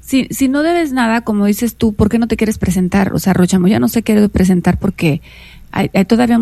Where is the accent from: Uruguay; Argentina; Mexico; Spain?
Mexico; Ixtlahuacán de los Membrillos, Jalisco; born there